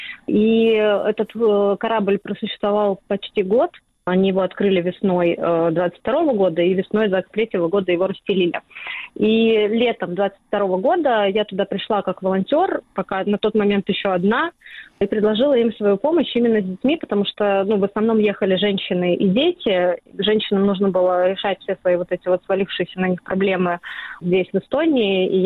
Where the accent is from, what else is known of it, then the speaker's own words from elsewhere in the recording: Russia; moved away as an adult; now in Estonia; я из России